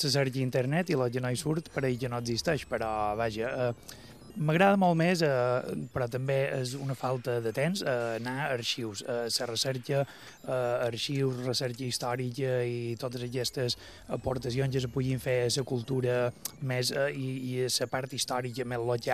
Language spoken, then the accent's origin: Catalan; Felanitx, Balearic Islands, Spain; Vaig néixer a Felanitx. Hi faig feina